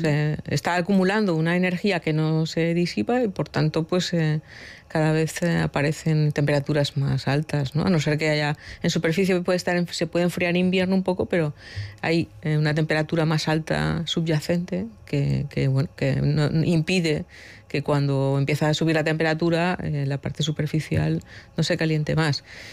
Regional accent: Valencia, Valencian Community, Spain; now in Basque Country, Spain; yo soy de Valencia

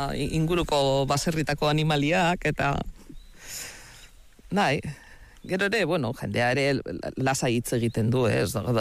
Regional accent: Astigarraga, Basque Country, Spain; Ni txikitan pentsatzen badet, ba, nere oroitzapena beti daude Astigarragakoa naiz, Santillo Mendin, da Belarretan, eta nola etxeak egiten genituen, eta, osea, nere haurtzaroa natura da.

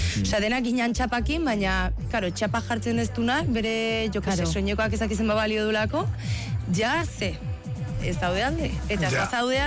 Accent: Hernani, Basque Country, Spain; jakinda ni hernanikoa naizela, eta nire herria asko aixola zaitela.

